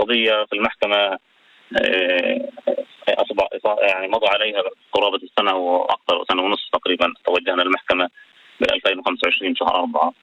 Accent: Palestine; نحن كمجتمع فلسطيني بشكل عام

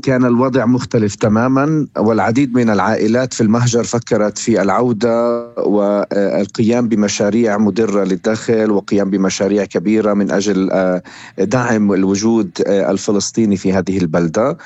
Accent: Palestine; التي تعبر عن من نحن كفلسطينيين وعلى من نحن أيضا كفلسطينيين مسيحيين نعيش في هذه هذه الأرض،

